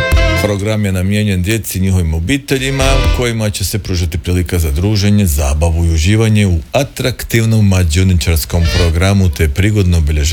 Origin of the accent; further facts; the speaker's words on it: Krapina-Zagorje County, Croatia; vele kod nas u Zagorju zutra i prekzutra